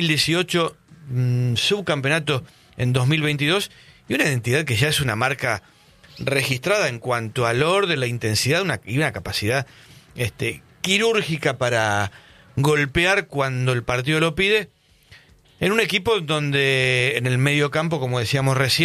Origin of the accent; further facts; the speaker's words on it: Argentina; Nosotros como argentinos